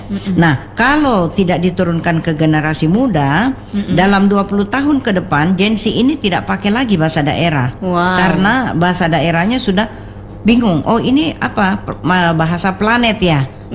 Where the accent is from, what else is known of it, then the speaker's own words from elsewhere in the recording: South Sulawesi, Indonesia; Kalau kita orang Sulawesi Selatan itu kita Anda.